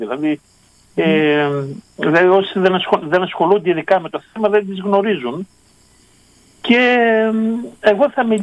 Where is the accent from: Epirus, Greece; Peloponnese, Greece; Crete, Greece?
Epirus, Greece; Arta; Είναι γνωστό το χωριό μου στην Άρτα σαν Ιμάμ Τσαούς, με την παλιά του ονομασία.